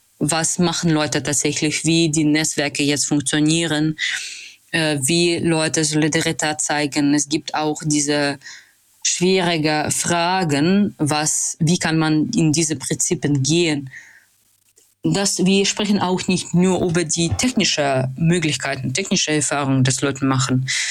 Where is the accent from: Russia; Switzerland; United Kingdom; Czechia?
Russia; German is a second language; now in Hamburg, Germany; Ich komme aus Russland, tatsächlich einer Stadt, das hat eine Vollinvasion, Aggression gegen Ukraine gemacht. Ich lebe jetzt in Hamburg